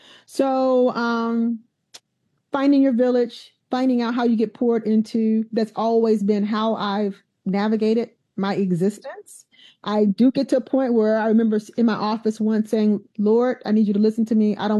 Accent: Alabama, United States; I grew up in Alabama in the 60s and 70s, you know, again, dealing with that.

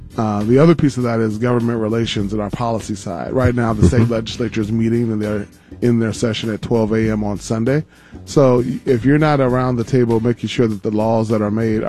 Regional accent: Detroit, Michigan, United States; now in Minneapolis, United States; you're born and raised in Detroit.

